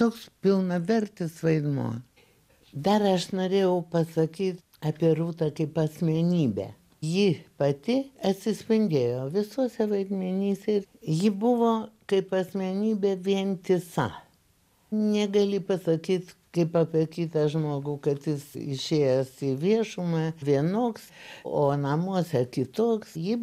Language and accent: Lithuanian; Kaunas, Kaunas County, Lithuania; now in Vilnius, Lithuania; Dar buvo toks, atsiprašau savo gimtojo miesto, provincialokas.